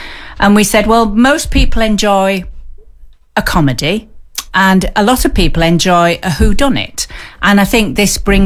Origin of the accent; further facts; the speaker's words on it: Yorkshire and the Humber, United Kingdom; now in Derbyshire, United Kingdom; I'm not originally from Derbyshire. I'm originally from Yorkshire.